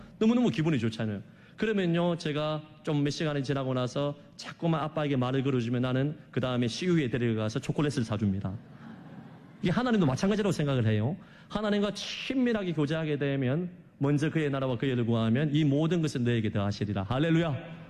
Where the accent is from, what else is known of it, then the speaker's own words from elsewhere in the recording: Gyeongsang, South Korea; 저도 경상도 남자라서 표현에 그렇게 익숙하지 못합니다.